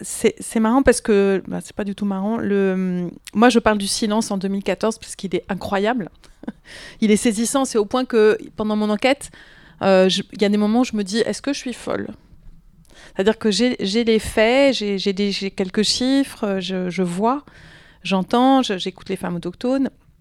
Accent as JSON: {"language": "French", "country": "France", "also_born_or_lived": "Quebec, Canada", "moved": "as an adult", "said": "je suis au Québec depuis quelques mois. Je m'installe avec ma famille. Je lis beaucoup sur les autochtones, ce qui est un archétype des Français au Québec et ce qui fait de nous l'objet de grosses moqueries"}